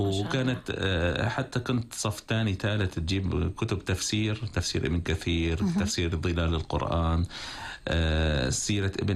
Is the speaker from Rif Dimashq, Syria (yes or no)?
yes; Harasta, Rif Dimashq, Syria; أنا نشأت في دمشق في الغوطة الشرقية في حرستا. عائلتنا عائلة علمية